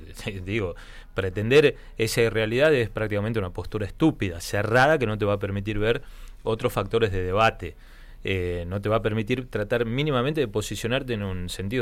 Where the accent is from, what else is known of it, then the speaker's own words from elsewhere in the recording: Santa Cruz, Argentina; Vengo de Santa Cruz, el macizo del Deseado